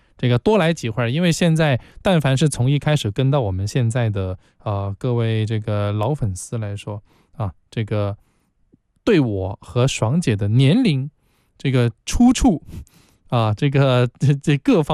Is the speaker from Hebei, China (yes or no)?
no; Guangzhou, Guangdong, China; 就我的家乡广州能够有这样的一部伟大的作品能够落户